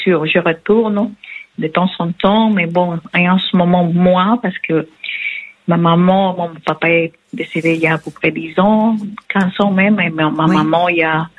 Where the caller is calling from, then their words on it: Provence-Alpes-Côte d'Azur, France; Je suis en Provence, à l'est de la France.